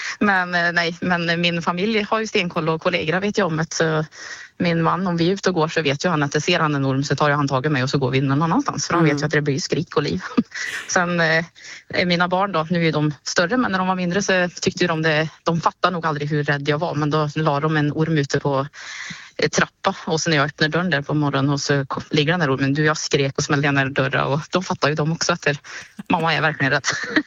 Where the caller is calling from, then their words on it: Årjäng, Värmland, Sweden; här hemma i Årjäng, eller mellan Årjäng och Töcksfors